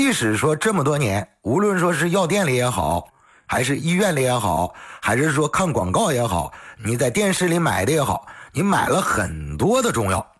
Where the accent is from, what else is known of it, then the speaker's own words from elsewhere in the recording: Northeast China, China; accent: Northeastern; 咱们老家的一句话来讲，开玩笑一样的嘛，是不是？东北话来讲